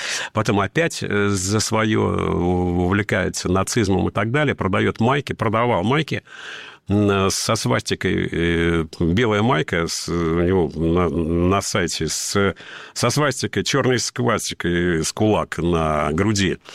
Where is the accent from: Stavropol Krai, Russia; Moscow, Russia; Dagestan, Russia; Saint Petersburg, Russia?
Dagestan, Russia; В России я дагестанец, а в мире я русский.